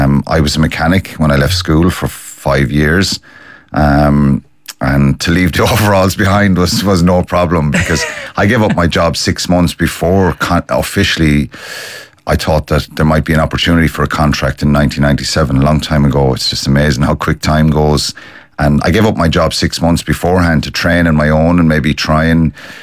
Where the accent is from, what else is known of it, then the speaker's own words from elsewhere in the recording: Tipperary, Ireland; When I grew up in Tipperary, it was all about the hurling when I was young.